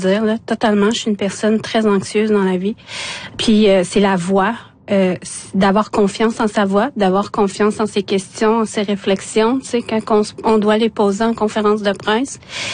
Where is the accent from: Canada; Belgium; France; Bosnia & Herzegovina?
Canada; first language Innu-aimun; French is a second language; Imagine, moi qui parle Innu-Imun, ma langue maternelle, c'est l'Innu-Imun.